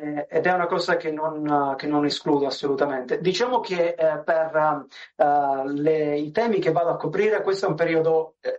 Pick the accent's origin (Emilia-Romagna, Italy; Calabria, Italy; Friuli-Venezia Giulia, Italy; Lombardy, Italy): Calabria, Italy; moved away; io da buon calabrese tocco con mano ogni volta, tutte le volte che ritorno nella mia regione, questa realtà.